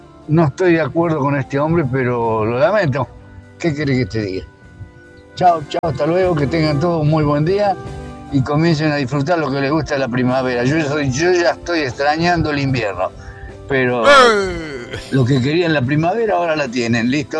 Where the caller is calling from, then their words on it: Pergamino, Buenos Aires Province, Argentina; hace 52 años que vivo en Pergamino